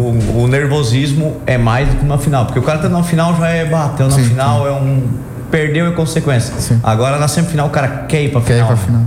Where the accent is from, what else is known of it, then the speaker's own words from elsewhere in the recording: Brazil; eu me criei no Jaguari